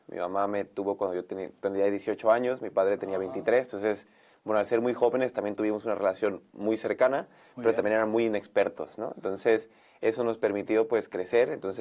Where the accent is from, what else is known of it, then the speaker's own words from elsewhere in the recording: Mexico; moved away; yo nací en México en el año 1995, así que ahora tengo, 23, 24 años.